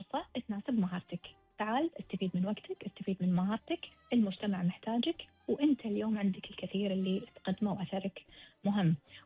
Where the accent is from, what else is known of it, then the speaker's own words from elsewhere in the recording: Kuwait; ثقافة إحنا كشعب كويتي مجبولين عليها